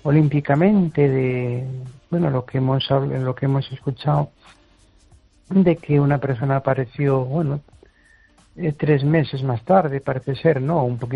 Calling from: Amoeiro, Galicia, Spain; de Amoeiro.

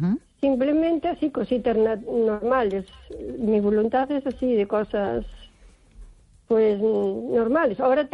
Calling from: O Carballiño, Galicia, Spain; de Carballiño.

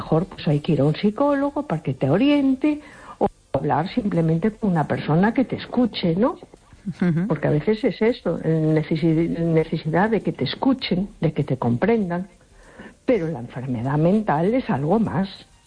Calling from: A Coruña, Galicia, Spain; de Coruña.

